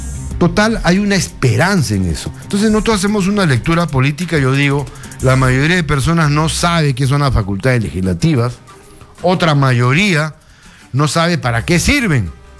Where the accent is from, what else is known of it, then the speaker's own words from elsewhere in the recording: Peru; Y lo más grave, porque así somos los peruanos, así es el ser humano, van a querer resultados.